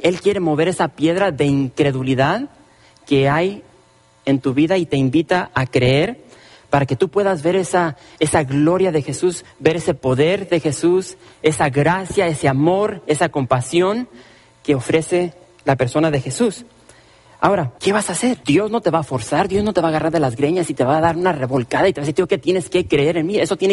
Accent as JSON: {"language": "Spanish", "country": "United States", "said": "yo soy pocho, yo soy aquí de Estados Unidos, mis padres son de México"}